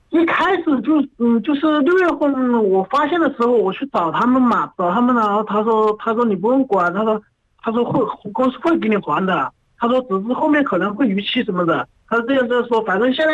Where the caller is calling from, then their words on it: Guangdong, China; 咱们广东这边